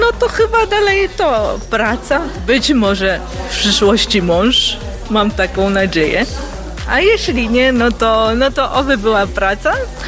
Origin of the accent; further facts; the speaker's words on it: Ostróda, Warmian-Masurian Voivodeship, Poland; jestem z Ostródy.